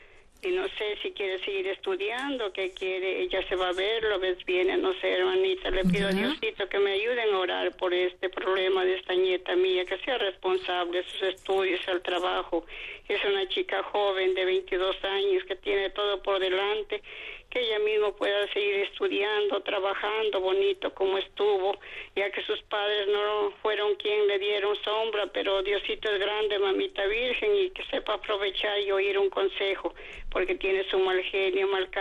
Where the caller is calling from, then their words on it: Catamayo, Loja, Ecuador; Le llamo de Catamayo, de parte de Digna.